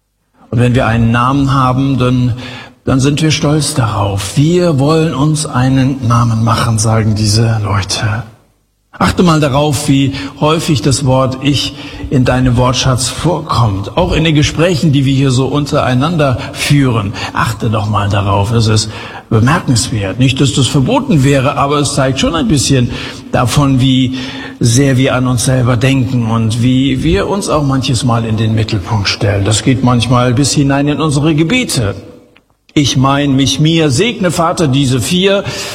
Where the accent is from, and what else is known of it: Hesse, Germany